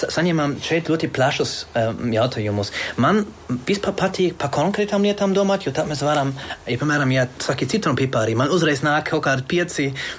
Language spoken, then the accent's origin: Latvian; Germany; Latvian is a second language; now in Latvia